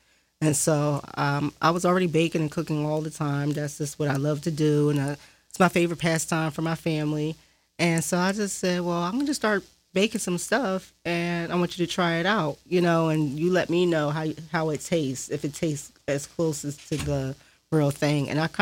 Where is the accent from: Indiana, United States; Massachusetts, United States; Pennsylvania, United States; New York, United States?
Pennsylvania, United States; Philadelphia; born there; I was born here in Philadelphia, but I'm an Army brat. My dad is a sergeant in the Army, and so we traveled a lot.